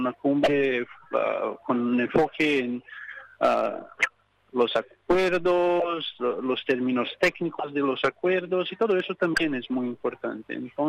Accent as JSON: {"language": "Spanish", "country": "Brazil", "second_language": "Spanish", "said": "soy de Brasil … de Brasil."}